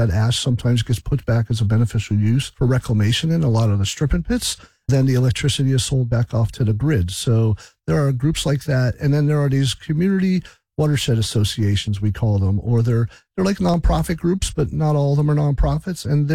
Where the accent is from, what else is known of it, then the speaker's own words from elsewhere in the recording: Wilkes-Barre, Pennsylvania, United States; I'm a lifelong resident here of the Wyoming Valley. I was born and raised in Wilkes-Barre, so this is my backyard here.